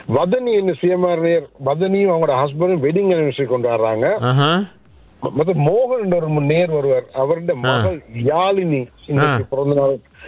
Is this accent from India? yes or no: no; Sri Lanka; born there; moved away